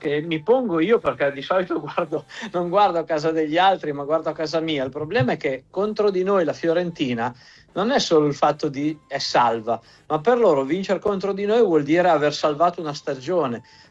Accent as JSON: {"language": "Italian", "region": "Piedmont", "country": "Italy", "said": "siamo piemontesi"}